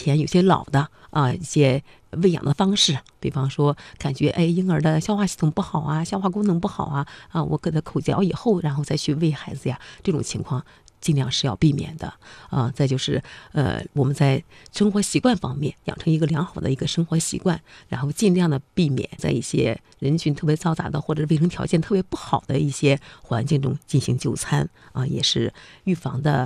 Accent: China

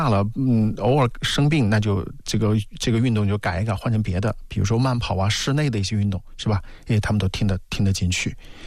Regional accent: China

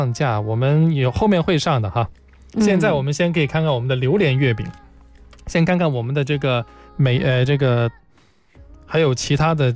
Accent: Guangdong, China; 尤其是在我们老广的这个心目当中啊

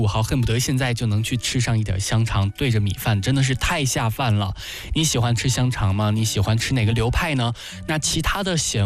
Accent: China

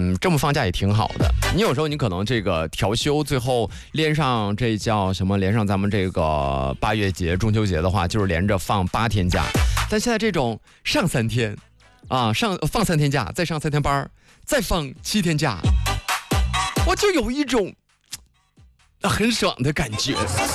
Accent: Nangong, Hebei, China; 我老家是邢台南宫的

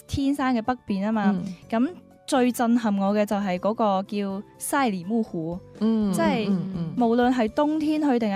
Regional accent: Guangdong, China

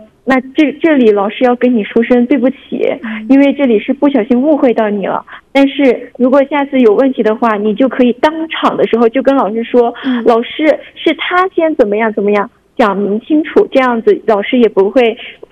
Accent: Yunnan, China; moved away as an adult; now in Hoboksar County, China; 我家乡在云南，那里的气候的话，四季都很平和，所以我来到这边，第一个不太适应的是我们河布克塞尔县，它的早晚温差有点大这个问题。

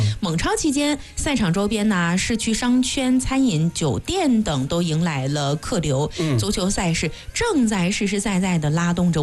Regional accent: Manzhouli, Inner Mongolia, China; 我的家乡。

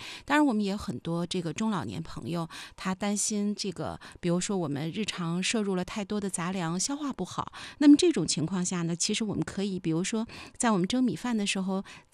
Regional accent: China

